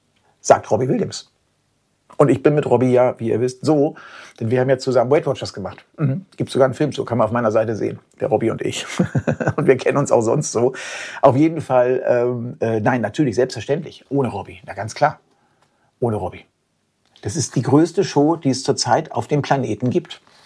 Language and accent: German; Germany; Denn wir sind Deutsche